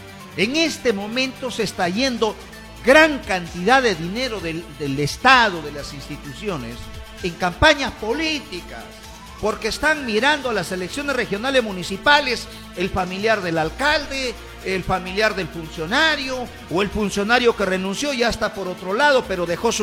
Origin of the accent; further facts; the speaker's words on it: Huarango district, Cajamarca, Peru; el distrito de Huarango, mi tierra querida.